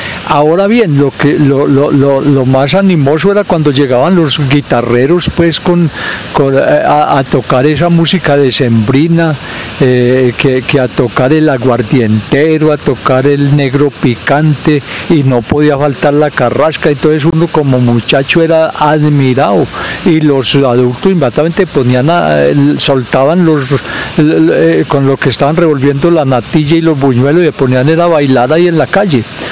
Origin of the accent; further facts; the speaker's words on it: Sonsón, Antioquia, Colombia; los primeros diciembres que yo recuerdo fue en mi pueblo, en Sonsón, por allá en el año 1964-65.